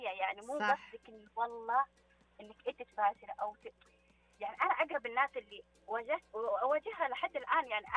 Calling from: Mecca, Makkah Province, Saudi Arabia

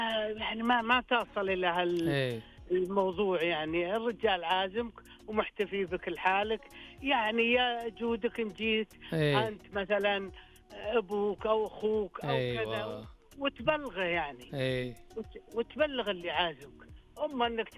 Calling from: Shaqra, Riyadh Province, Saudi Arabia

